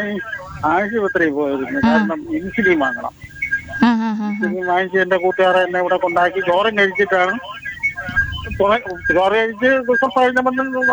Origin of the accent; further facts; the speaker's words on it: Ambalathinkala, Kerala, India; സ്ഥലം അമ്പലത്തിങ്കാലയാണ്.